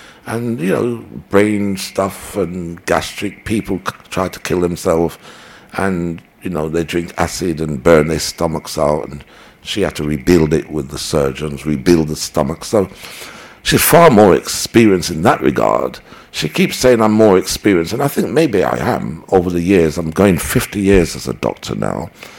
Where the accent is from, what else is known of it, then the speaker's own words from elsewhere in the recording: Jamaica; I said, I'm Jamaican.